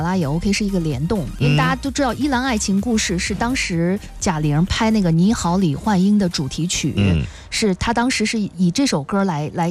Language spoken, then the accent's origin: Chinese; Shandong, China; 都说我们山东人爱吃水饺